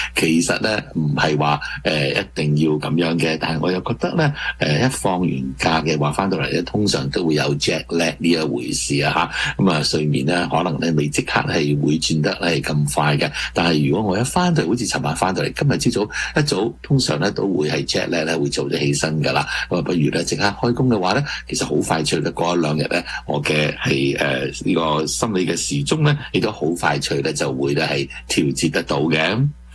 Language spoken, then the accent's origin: Cantonese; Hong Kong; now in Vancouver, Canada; 亦都系来自我嘅故乡啦。香港